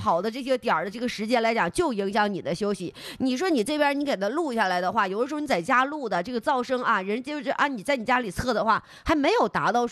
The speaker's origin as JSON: {"language": "Chinese", "region": "Northeast China", "country": "China", "said": "就像咱们东北人老话说什么的，就是这种叫不咬人膈应人的这种声。"}